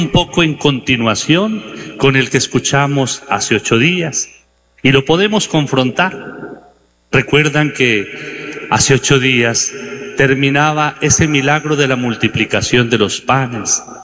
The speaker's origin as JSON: {"language": "Spanish", "town": "Neiva", "region": "Huila", "country": "Colombia", "said": "somos muy afortunados, Dios cuánto nos quiere aquí a los huilenses, a los de Neiva, porque aquí no pasó, gracias a Dios, absolutamente nada."}